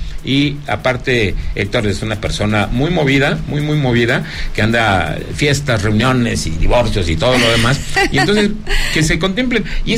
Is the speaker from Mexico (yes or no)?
yes; Zacatecas, Mexico; En mi tierra Zacatecas estamos a la orden